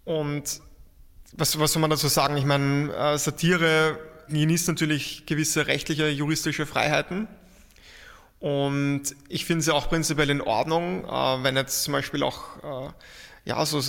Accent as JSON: {"language": "German", "region": "Vienna", "country": "Austria", "said": "da meine ich so, jetzt auch als Wiener, denke ich, so einen Wiener Schmäh."}